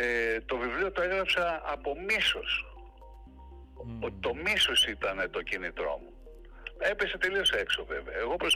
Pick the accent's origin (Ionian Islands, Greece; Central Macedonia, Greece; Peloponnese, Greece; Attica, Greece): Attica, Greece; Athens; Δεν μπορώ να έχω άποψη παρά μόνο ως αθηναίος πολίτης.